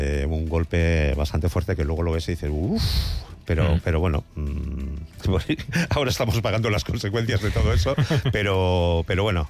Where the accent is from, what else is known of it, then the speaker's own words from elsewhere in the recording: Errenteria, Basque Country, Spain; una de ellas, la que no ganó la final, precisamente, que era de mi pueblo, de Rentería